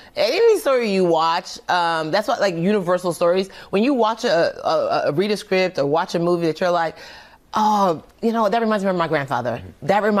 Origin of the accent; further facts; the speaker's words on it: Nigeria; And I was like, how do I do that? I'm Nigerian.